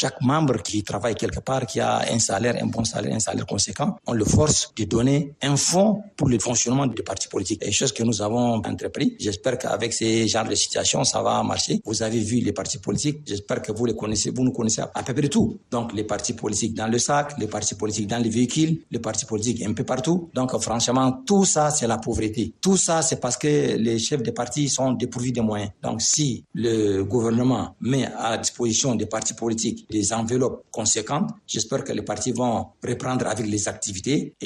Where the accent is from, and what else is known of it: Chad